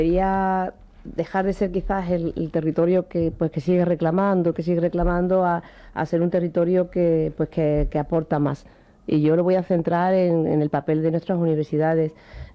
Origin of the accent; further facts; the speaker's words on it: Sanlúcar la Mayor, Andalusia, Spain; Yo siempre que me tengo que perder me pierdo en mi pueblo, en casa de mi madre. Mi madre vive en una zona de Sanlúcar la Mayor